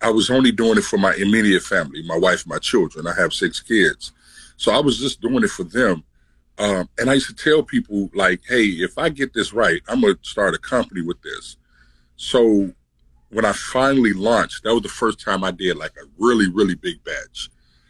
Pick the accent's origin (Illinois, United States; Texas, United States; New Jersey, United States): Illinois, United States; Chicago; I'm from Chicago. I'm originally born in Chicago, born and raised in Chicago.